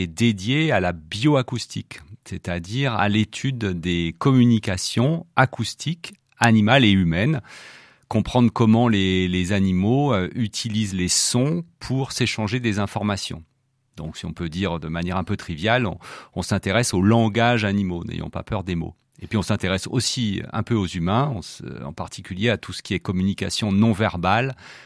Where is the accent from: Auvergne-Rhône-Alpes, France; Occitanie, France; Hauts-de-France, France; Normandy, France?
Auvergne-Rhône-Alpes, France; Saint-Étienne; moved away; also born or lived in Paris region; je suis stéphanois, moi, en fait.